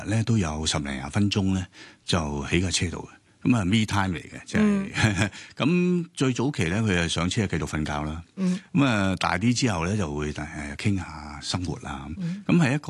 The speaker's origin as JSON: {"language": "Cantonese", "country": "Hong Kong", "tie": "born there", "said": "我喺香港出生咧，獅子山下，係我出世嘅地方。"}